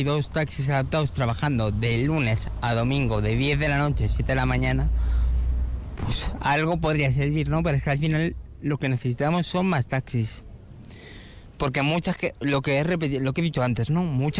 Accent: Salburua, Basque Country, Spain; yo soy de Salburua

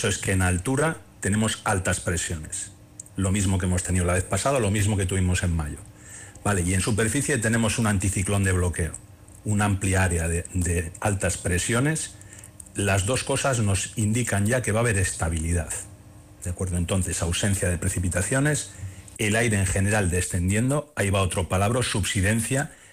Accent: Basque Country, Spain; Cuando digo nos, me refiero como habitante de la península ibérica, ¿de acuerdo? No como vasco.

